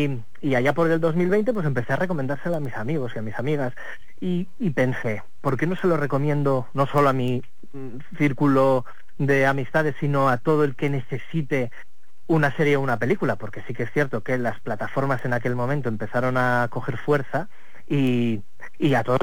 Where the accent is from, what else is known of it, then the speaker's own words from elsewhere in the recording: El Bierzo, Castile and León, Spain; moved away as an adult; now in Valladolid, Spain; allí en El Bierzo, de donde soy, hasta que llegué a Valladolid y con 20 años hice prácticas en la SER y aquí me he quedado